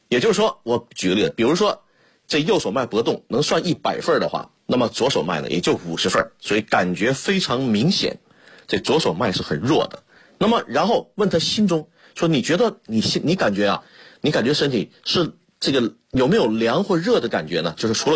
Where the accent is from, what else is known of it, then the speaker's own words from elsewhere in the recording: Shenyang, Liaoning, China; 也就是在我的老家沈阳。